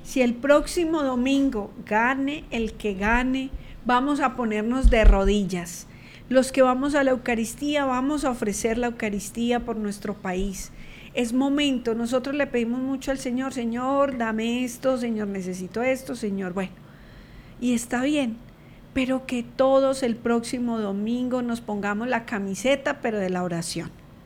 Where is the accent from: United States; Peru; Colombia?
Colombia